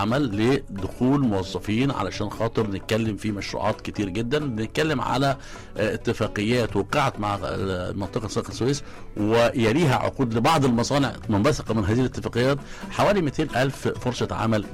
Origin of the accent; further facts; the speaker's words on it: Egypt; أنا كجانب مصري